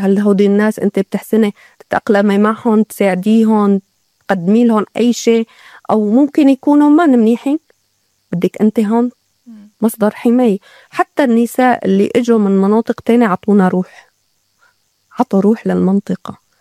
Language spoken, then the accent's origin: Arabic; Syria; نحن عاداتنا وتقاليدنا ما هي هيك كسوريين